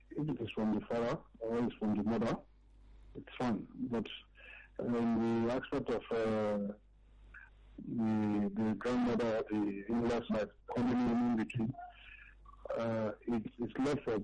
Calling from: Italy; I'm calling from Italy.

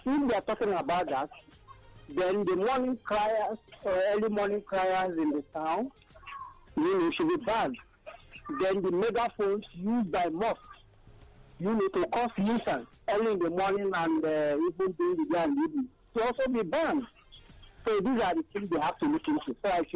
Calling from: Abuja, Federal Capital Territory, Nigeria; I'm calling from Abuja.

